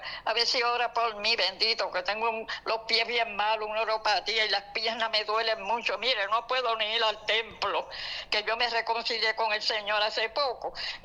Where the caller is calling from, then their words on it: Fajardo, Puerto Rico; Soy de Fajardo